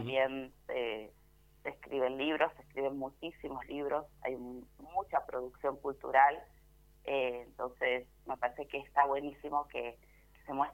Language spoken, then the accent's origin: Spanish; El Calafate, Santa Cruz, Argentina; moved away as an adult; also born or lived in Buenos Aires; también soy nacida y criada en este pueblo, conozco a muchos de los personajes que aparecen.